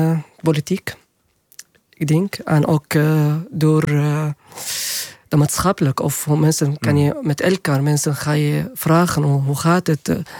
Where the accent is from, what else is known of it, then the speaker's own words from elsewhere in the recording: Syria; Dutch is a second language; now in Netherlands; ik kwam uit Syrië.